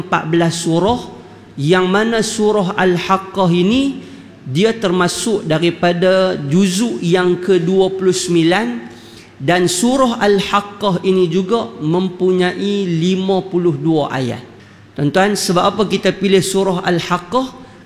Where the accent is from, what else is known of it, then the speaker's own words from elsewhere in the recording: Penang, Malaysia; Saya ni berasal daripada Pulau Pinang.